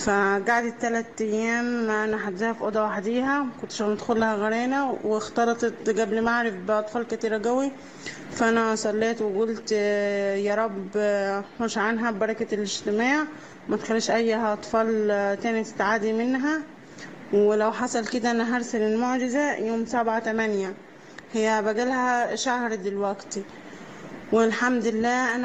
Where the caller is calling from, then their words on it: Al Qusiya, Asyut Governorate, Egypt; أنا بنت الرب من أسيوط القصية